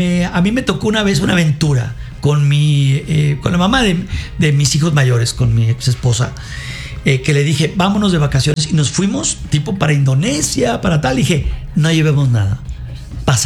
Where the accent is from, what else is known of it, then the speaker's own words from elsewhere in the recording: Mexico; tú puedes hablar como mexicano, en el caso de tu servidor